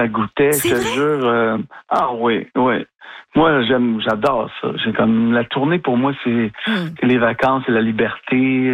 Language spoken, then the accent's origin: French; Quebec, Canada; En fait, je viens presque de la Mauricie. Mes parents, mon père était de Sainte-Flore.